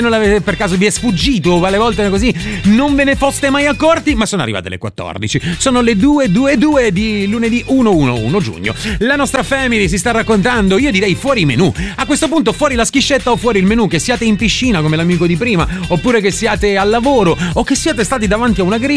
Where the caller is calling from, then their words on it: Comun Nuovo, Lombardy, Italy; Io sono di Comun Nuovo, in questo momento sto ponteggiando